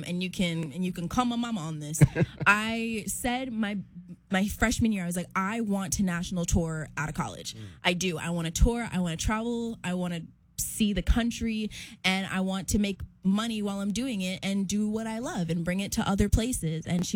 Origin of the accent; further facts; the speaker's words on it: Detroit, Michigan, United States; And I'm originally from Detroit, so I was like, oh my gosh, it's also 80 degrees and it stays this way.